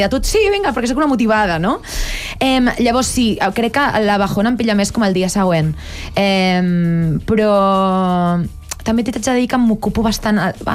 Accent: Barcelona, Catalonia, Spain; Perquè fins a aquell moment, no, que jo vinc del Raval, en plan, jo no coneixia ningú que fos cantant

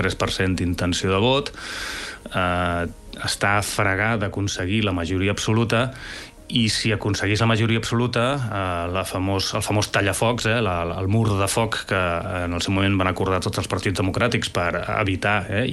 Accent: Catalonia, Spain; moved away as an adult; now in Berlin, Germany

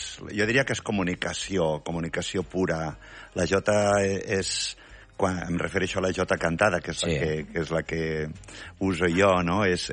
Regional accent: Tortosa, Catalonia, Spain; born there

